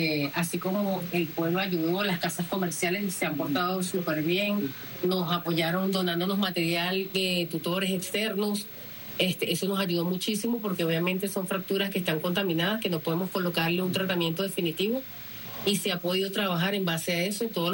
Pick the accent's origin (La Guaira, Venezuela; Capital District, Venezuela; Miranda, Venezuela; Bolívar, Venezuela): La Guaira, Venezuela; nuestro pueblo de La Guaira